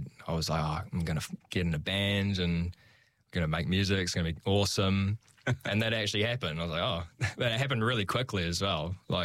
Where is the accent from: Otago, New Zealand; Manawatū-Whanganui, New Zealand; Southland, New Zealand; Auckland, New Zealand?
Southland, New Zealand; Invercargill; moved away as an adult; now in Christchurch, New Zealand; I'm actually from Invercargill, so I only met them when I moved up here to Christchurch.